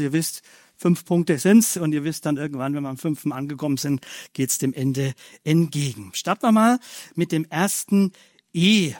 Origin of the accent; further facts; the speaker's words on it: Bavaria, Germany; Bei mir, ich komme so aus dem Bayerischen, Fränkischen, habe ich ja schon gesagt